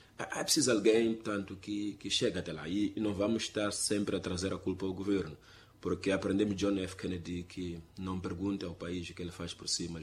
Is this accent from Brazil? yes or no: no; Mozambique; Nós, como moçambicanos